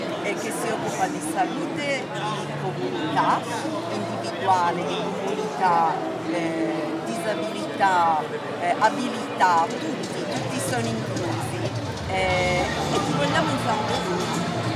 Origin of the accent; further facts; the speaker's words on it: Sardinia, Italy; noi veniamo dalla Sardegna, l'isola